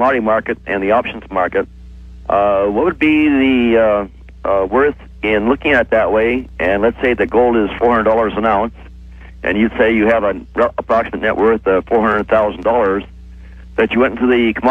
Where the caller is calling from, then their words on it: Vancouver, Washington, United States; Yes. I'm calling from Vancouver, Washington.